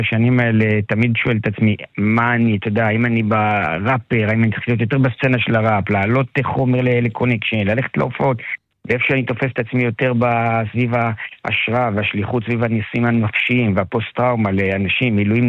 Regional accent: Jerusalem, Jerusalem District, Israel; now in Tel Aviv, Israel; קודם כל במקור אני ירושלמי

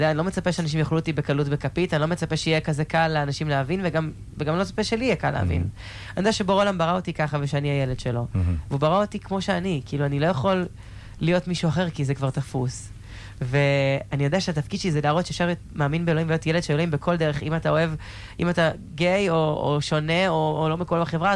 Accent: Ramat Gan, Tel Aviv District, Israel; אני מרמת גן במקור, כן. אבל עברתי לרמת גן אחר, כאילו לדירה אחרת.

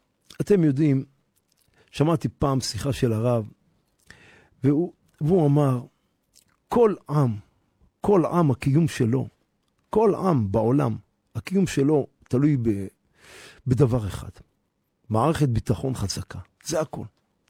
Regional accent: Jerusalem, Jerusalem District, Israel; אני גדלתי בשכונת בוחרים, פה בירושלים

